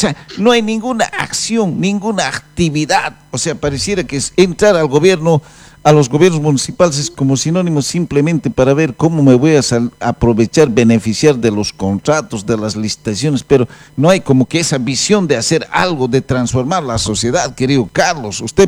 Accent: Bolivia; ¿qué somos los bolivianos ciudadanos de tercera?

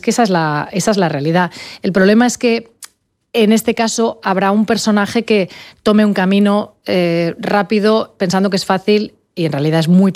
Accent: Sant Feliu de Llobregat, Catalonia, Spain

